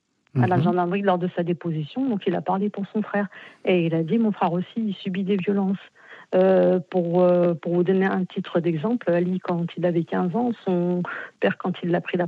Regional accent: France; born there; Moi, je suis née en France.

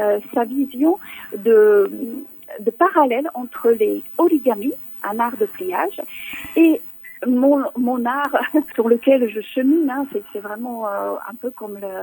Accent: Toulouse, Occitanie, France; chez nous à Toulouse, dans le sud de la France

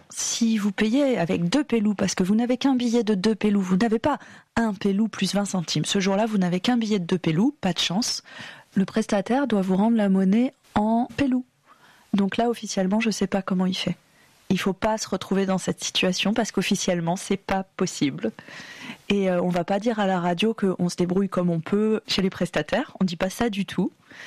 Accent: Glanges, Nouvelle-Aquitaine, France

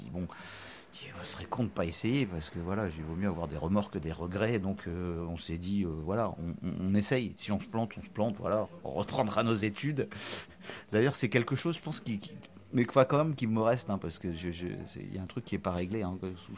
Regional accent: Brest, Brittany, France; also born or lived in Paris; je suis né à Brest, ouais, j'ai passé mon enfance à Brest, j'ai un peu bougé, voilà, Plougastel, Quimper, puis je suis revenu à Brest pour mes études

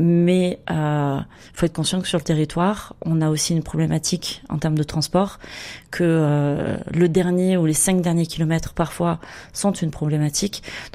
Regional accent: Montpellier, Occitanie, France; Alors moi, j'ai grandi à Montpellier.

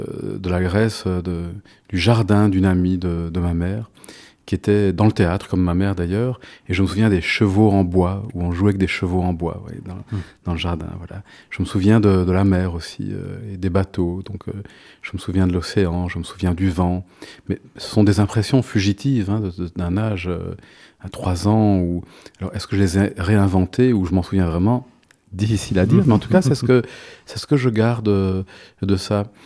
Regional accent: south of France, France; born there; also born or lived in Hamburg, Germany / Greece; il l'a envoyé dans le sud de la France, où il y avait un genre de monastère bouddhiste où j'ai passé les 13 ou 14 années suivantes de ma vie, dans les gorges du Verdon.

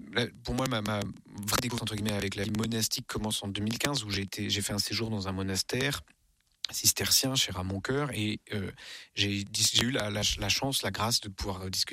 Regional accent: Versailles, Île-de-France, France; born there

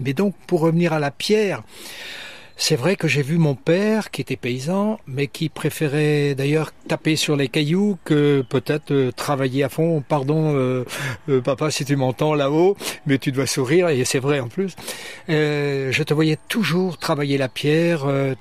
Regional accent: Guimiliau, Brittany, France; moved away as an adult; now in Lampaul-Guimiliau, France; je suis né à Guimillot, la maison la plus proche de l'enclos paroissial

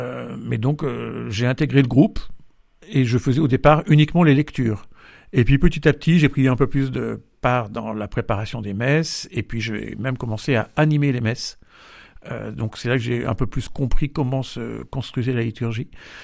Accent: Flers, Normandy, France; Exactement, mais je suis même de Flers même.

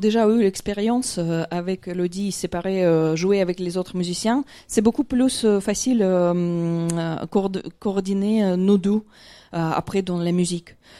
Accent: Russia; Bah, peut-être c'est parce que moi, j'ai grandi en Russie.

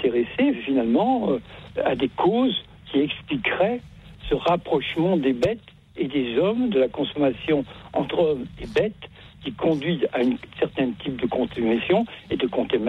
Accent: Lyon, Auvergne-Rhône-Alpes, France; je suis originaire de Lyon, d'accord, c'est curieux.

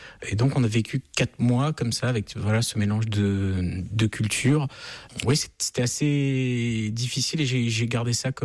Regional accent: France; Je suis français, je vis en France.

